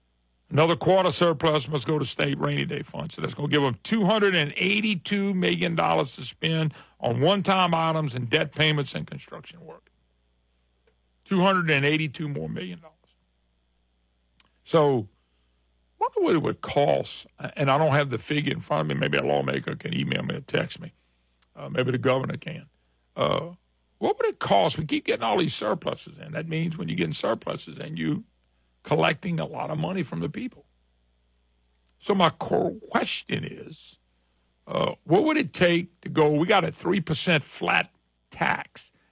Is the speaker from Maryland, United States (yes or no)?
no; Baton Rouge, Louisiana, United States; born there; Of course, I was born in Lady of the Lake.